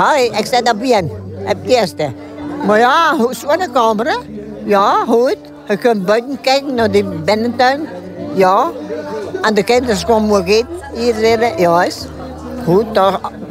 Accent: Doomkerke, West Flanders, Belgium; ik ben van Doemkerke. Door Doemkerke passeerde aan mijn huis.

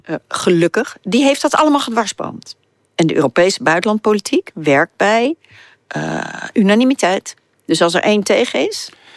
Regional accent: Netherlands; Ik ben in Nederland opgegroeid.

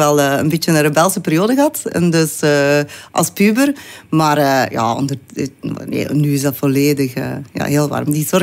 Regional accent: Ostend, Flanders, Belgium; born there; Ik ben geboren in Oostende, aan het Zeetje. Dus een echte West-Vlaamse. Ik ben opgegroeid

